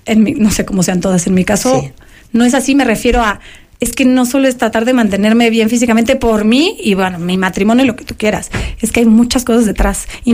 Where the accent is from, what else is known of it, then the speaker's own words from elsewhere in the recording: Mexico; Como mexicanos y mandamos buena vibra